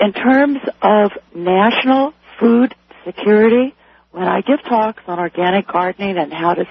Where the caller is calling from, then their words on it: Del Mar, California, United States; from Del Mar, California.